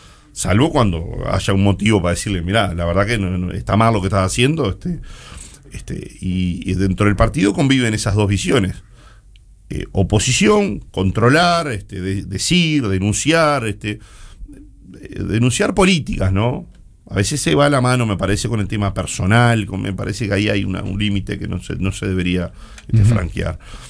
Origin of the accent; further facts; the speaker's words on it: Uruguay; me preocupan como uruguayo